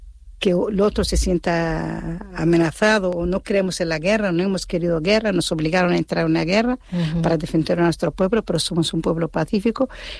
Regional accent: Western Sahara; now in Canary Islands, Spain; sabes que yo soy saharaui

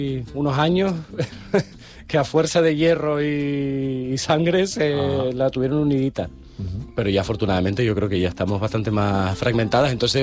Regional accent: Canary Islands, Spain; Al estar más orgullosas de Canarias en general, estamos más orgullosas de nuestra lengua también, ¿no? De nuestra, y que se nos perciba, sobre todo como canarias

